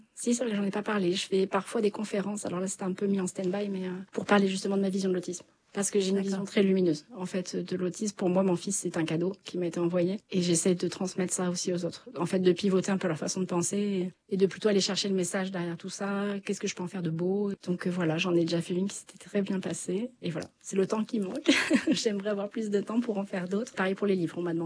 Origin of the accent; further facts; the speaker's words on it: Chambord, Centre-Val de Loire, France; Et moi, je suis originaire de Chambord à la base.